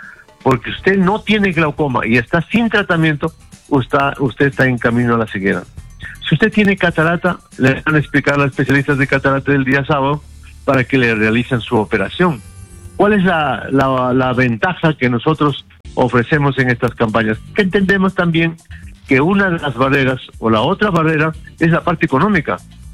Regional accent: Cajamarca, Peru; now in Lima, Peru; Yo en este momento me encuentro en la ciudad de Cajamarca, en mi tierra

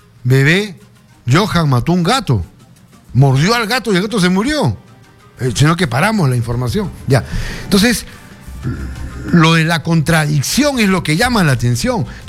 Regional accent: Peru; porque así somos los peruanos, pues no.

